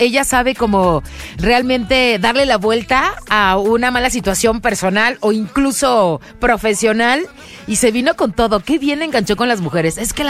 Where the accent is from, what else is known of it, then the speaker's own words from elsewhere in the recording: Mexico; soy de México.